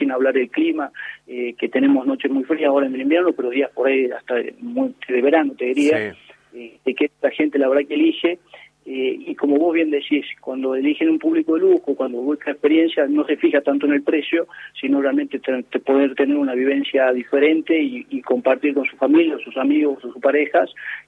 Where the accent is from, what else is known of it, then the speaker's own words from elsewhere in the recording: Salta, Argentina; como argentinos y salteños confiamos en que esto va a mejorar